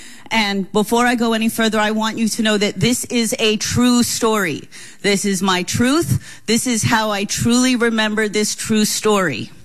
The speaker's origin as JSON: {"language": "English", "town": "New York City", "region": "New York", "country": "United States", "tie": "born or raised there", "moved": "yes", "lives_now": "Milwaukee, United States", "said": "I'm not from around here. I grew up in Brooklyn, New York"}